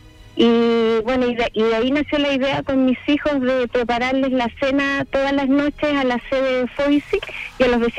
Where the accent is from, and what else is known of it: La Unión, Los Ríos, Chile; born or raised there